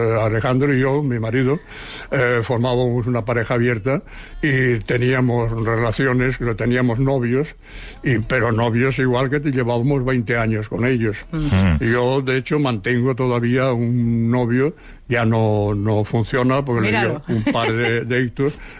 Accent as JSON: {"language": "Spanish", "town": "Seville", "region": "Andalusia", "country": "Spain", "lives_now": "Barcelona, Spain", "said": "cuando vinimos de Sevilla."}